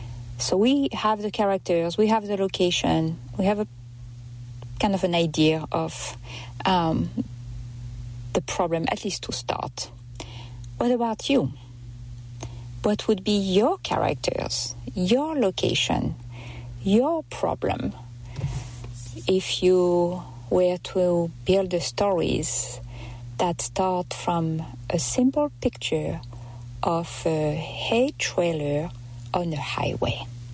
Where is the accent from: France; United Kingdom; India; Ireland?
France; accent: French; now in North Carolina, United States; you can tell with my accent that I have a pretty big connection with France.